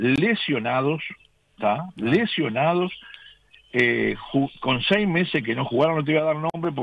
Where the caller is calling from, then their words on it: Uruguay; como uruguayo prefiero un técnico uruguayo.